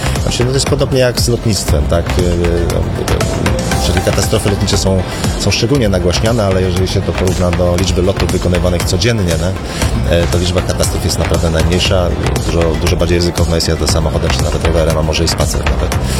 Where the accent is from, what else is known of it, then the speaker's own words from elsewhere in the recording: Pomeranian Voivodeship, Poland; Przynajmniej z mojego punktu widzenia jestem Pomorzaninem. Nie urodziłem się w Gdańsku, ale jestem z Pomorza i doceniam walory tej części polskiej.